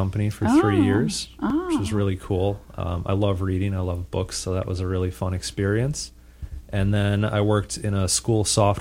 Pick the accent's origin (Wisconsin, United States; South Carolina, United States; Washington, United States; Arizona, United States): Wisconsin, United States; Stevens Point; moved away as an adult; I'm from Stevens Point, Wisconsin, so shout out to all my family that's there yet.